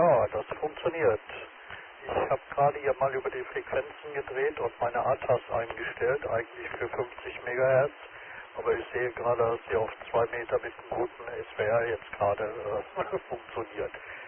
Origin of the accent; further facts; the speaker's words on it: Alsdorf, North Rhine-Westphalia, Germany; Ich bin unten in Alsdorf mehr oder weniger aufgewachsen